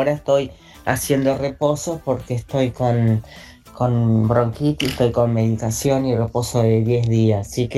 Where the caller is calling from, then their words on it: Florencio Varela, Buenos Aires Province, Argentina; Hola Radio Latina, bueno … de Florencio Varela.